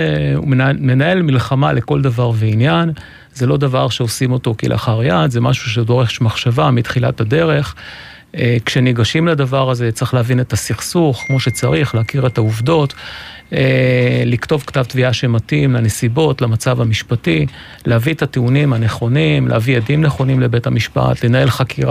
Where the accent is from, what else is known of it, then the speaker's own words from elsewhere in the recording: Haifa District, Israel; אני מושבניק, נולדתי במושב צרופה, בן להורים חקלאים, סבא וסבתא שלי היו ממייסדי המושב, משני הצדדים.